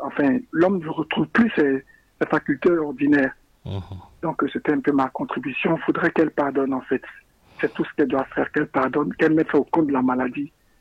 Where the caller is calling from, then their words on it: Abidjan, Côte d’Ivoire; De Yopougon, Sainte-Rita.